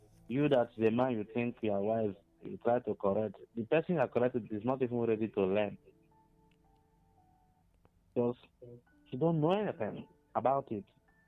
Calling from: Ebonyi, Nigeria; I'm calling from Ebonyi State.

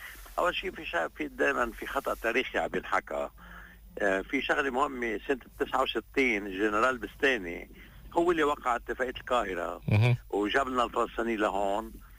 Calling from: South Governorate, Lebanon; من الجنوب عم بحكيك.

